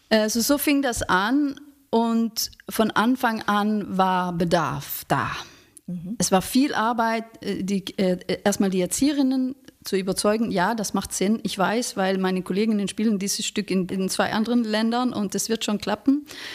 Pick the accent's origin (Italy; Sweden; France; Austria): Sweden; also born or lived in Denmark / England; now in Germany; Ich bin Schwedin, genau.